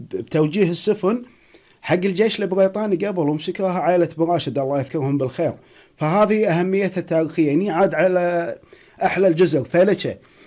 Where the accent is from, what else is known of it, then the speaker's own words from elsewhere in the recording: Kuwait; عندنا بالكويت